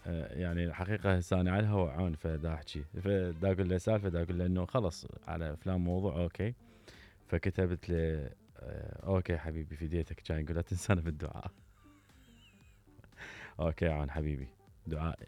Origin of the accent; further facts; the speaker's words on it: Iraq; إحنا عندنا فئة هيك فئة ضالة موجودة بالشعب العراقي